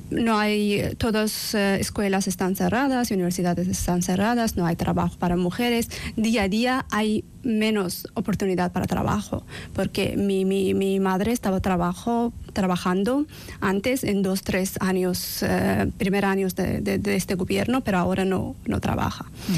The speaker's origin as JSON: {"language": "Spanish", "country": "Kazakhstan", "second_language": "Spanish", "moved": "as an adult", "lives_now": "Spain", "said": "En mi caso, yo llegué aquí en 2025 desde Kazajistán, y yo llegué aquí para estudiar una formación de lengua española."}